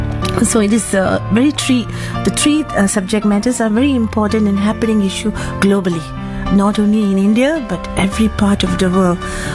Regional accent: Malaysia; I'm a Malaysian Consul General in Chennai.

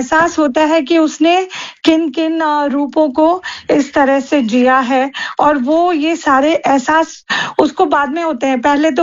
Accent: Rajasthan, India; बचपन मेरा राजस्थान के अलग अलग शहरों में बीता, और बहुत ही कभी बड़ा शहर था, कभी हम छोटे शहर में गए, गांव में गए, तो कभी हमने खेत खलिहान देखे, तो कभी हमने शहर देखे

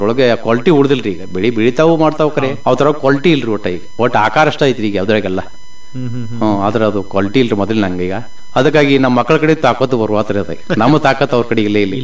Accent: Karnataka, India; ನಮ್ಮ ಊರ ತಪ್ಸಿಕೆ ಮುಣಕುಲ್ರಿ, ಗೋಕಾಕ್ ತಾಲೂಕ ಹಳ್ರಿ ಅರವಾ ವಿಭಾಗ. ನಮ್ದು ನಮ್ಮ ತಾಯಿ ಊರ ಪಟ್ಟುಕುಂದ್ರಿ. ನಾವು ವಿದ್ಯಾ ಕಲಿತದ್ದು ನಮ್ಮ ತಾಯಿ ಊರಾಗ, ಈಗ ನಾವು ಇರುದು ನಮ್ಮ ತಂದೆ ಊರಾಗ.

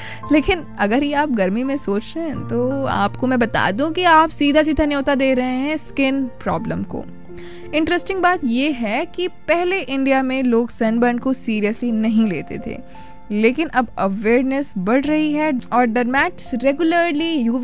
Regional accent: Uttar Pradesh, India; हम उत्तर प्रदेश से हैं

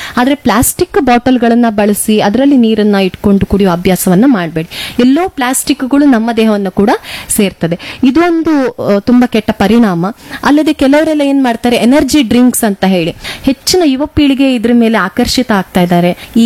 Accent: Karnataka, India; ನಮ್ಮ ಊರಲ್ಲಿ 40 degree Celsius ಇಲ್ಲದೆ ಇದ್ರೂ ಸಹ 35 ಡಿಗ್ರಿ ಸೆಲ್ಸಿಯಸ್ ನಮ್ಗೆ ಸಾಕಾಗ್ತದೆ ಉಡುಪಿ ಮಂಗಳೂರಿನವರಿಗೆ.

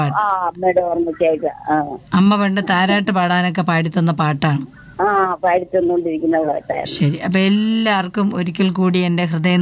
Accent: Vellanad, Kerala, India; moved away; നീരാഴി എന്ന് പറയുന്ന സ്ഥലം എനിക്ക് ഭയങ്കര നൊസ്റ്റാൾജിക് ആയിട്ടുള്ള ഒരു സ്ഥലമാണ്. കാരണം ഞാൻ ജനിച്ച് വളർന്ന, ഞാൻ പിച്ച വെച്ച് നടന്ന ഒരു സ്ഥലമാണ്.

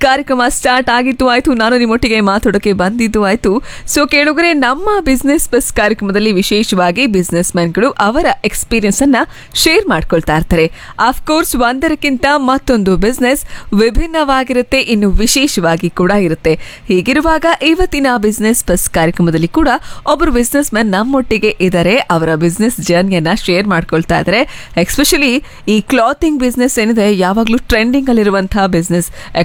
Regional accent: Shivamogga, Karnataka, India; basically ನಾನು ಶಿವಮೊಗ್ಗದವಳೇ ಆಗಿರೋದ್ರಿಂದ

